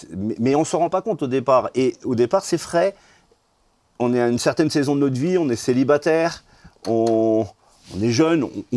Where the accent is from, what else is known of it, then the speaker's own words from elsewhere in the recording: Portugal; moi, je suis portugais